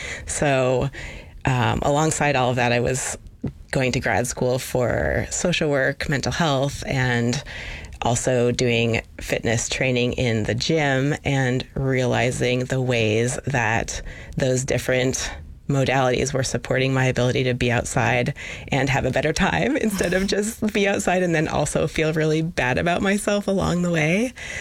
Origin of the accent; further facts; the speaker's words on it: Soldotna, Alaska, United States; So I grew up in Soldotna, and I've been a lifelong Alaskan